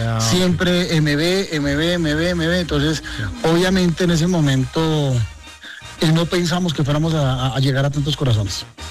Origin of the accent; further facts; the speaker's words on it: Bogotá, Colombia; also born or lived in Cali; Sí, es que nosotros nacimos en Cali, pero toda nuestra carrera ha sido cundinamarquesa. Nosotros somos de Bogotá, hemos vivido en Bogotá todo el tiempo, entonces pues no tenemos el Cali